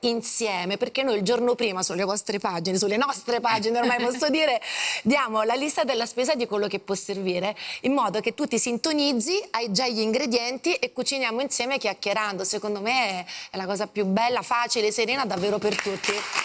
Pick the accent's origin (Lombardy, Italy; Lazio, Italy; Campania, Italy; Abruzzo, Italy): Campania, Italy; Sorrento; also born or lived in Paris, France; Io sono nata a Parigi e mio papà lavorava per una grande catena alberghiera a Parigi